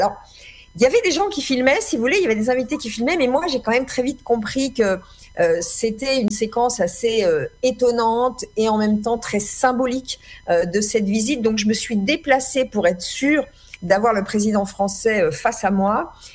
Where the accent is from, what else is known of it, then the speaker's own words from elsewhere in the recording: France; moi en tant que française d'origine arménienne